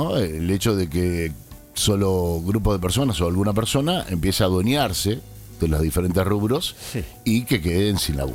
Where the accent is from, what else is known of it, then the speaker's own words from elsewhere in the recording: General Juan Madariaga, Buenos Aires Province, Argentina; born there; yo nací en Madariaga, Yo nací en Madariaga.